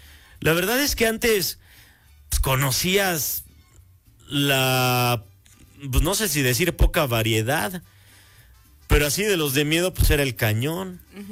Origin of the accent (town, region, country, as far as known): Mexico